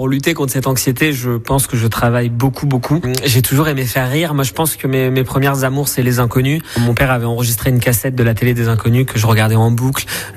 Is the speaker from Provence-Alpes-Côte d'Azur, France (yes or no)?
no; Bordeaux, Nouvelle-Aquitaine, France; je suis bordelais, enfin je suis né à Senon précisément en 1994 dans une clinique qui malheureusement a été rasée.